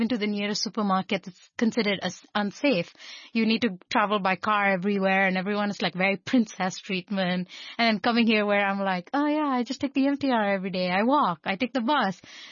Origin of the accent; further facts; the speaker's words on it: Jakarta, Indonesia; now in Hong Kong; I have made several like considerations to maybe go back to Jakarta. But Jakarta in general is more like very, very slow paced.